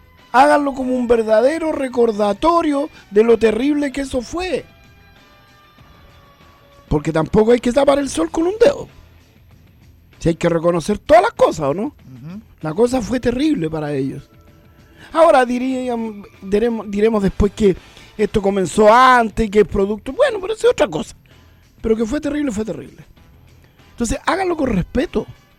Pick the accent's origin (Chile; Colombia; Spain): Chile; Si algún día tenemos que reencontrarnos como chilenos